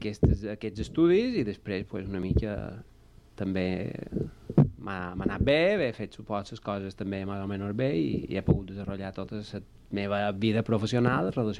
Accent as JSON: {"language": "Catalan", "town": "Sant Llorenç des Cardassar", "region": "Balearic Islands", "country": "Spain", "tie": "born or raised there", "said": "som de Sant Llorenç, vaig fer la meva infància a Sant Llorenç"}